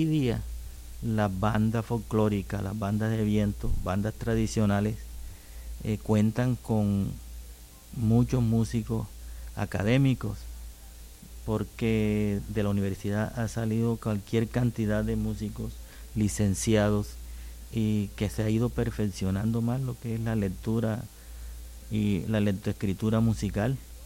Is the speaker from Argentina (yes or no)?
no; Arache, Córdoba, Colombia; also born or lived in Sahagún; yo soy de un pueblo del municipio de Chimá, departamento de Córdoba. Yo soy de Arache, región a orillas de la Ciénaga Grande y de orillas del Caño de Aguas Prietas.